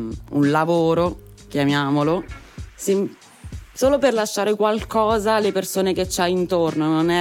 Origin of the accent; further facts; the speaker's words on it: Ascoli Piceno, Marche, Italy; vengo da Ascoli Piceno, sono una rapper e una beatmaker